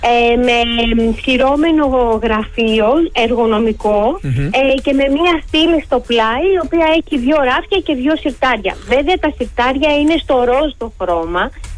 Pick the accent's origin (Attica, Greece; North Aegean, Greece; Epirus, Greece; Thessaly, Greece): Attica, Greece; Agios Dimitrios; και είμαι από τον Άγιο Δημήτριο στην Αθήνα.